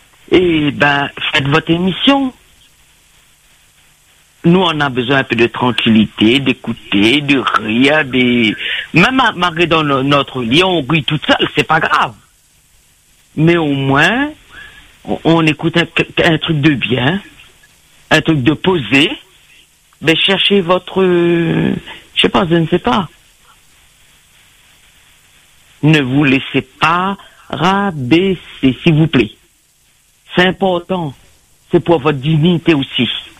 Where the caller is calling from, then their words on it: Saint-Paul, Réunion; j'appelle de Saint-Paul.